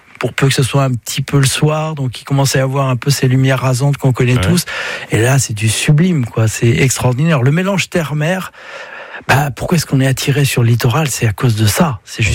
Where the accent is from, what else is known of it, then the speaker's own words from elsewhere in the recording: Brittany, France; je suis breton et puis je le ressens profondément.